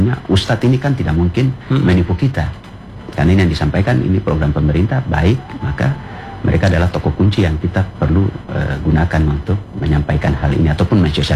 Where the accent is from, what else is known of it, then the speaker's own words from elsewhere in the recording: Papua, Indonesia; khusus kita Papua